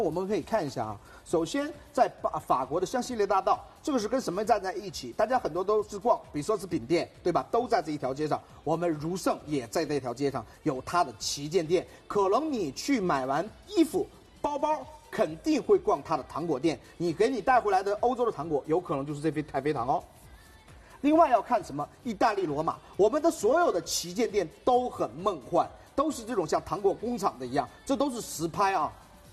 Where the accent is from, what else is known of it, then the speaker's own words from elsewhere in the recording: Northeast China, China; 因为我是北方人啊。其实我北方人